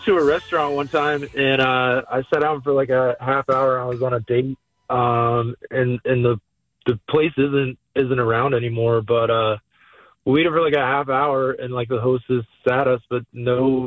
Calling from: Richmond, Virginia, United States; from Richmond, Virginia.

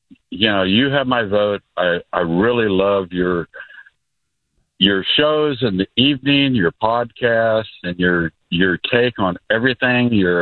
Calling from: Applegate, California, United States; from beautiful Applegate.

